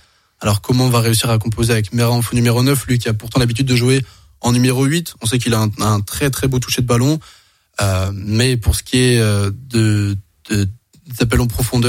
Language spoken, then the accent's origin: French; Lyon, Auvergne-Rhône-Alpes, France; Et on en veut un peu, en tant que Lyonnais, on en veut un peu à l'arbitre